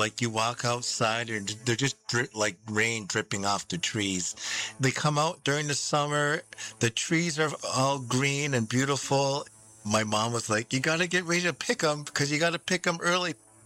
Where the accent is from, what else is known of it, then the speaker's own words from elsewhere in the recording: New York, United States; I am from the Onondaga Nation.